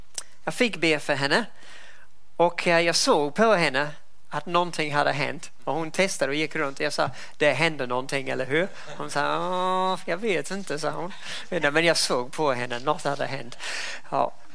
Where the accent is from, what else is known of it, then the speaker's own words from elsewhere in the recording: New Zealand; now in Sweden; mitt hemland Nya Zeeland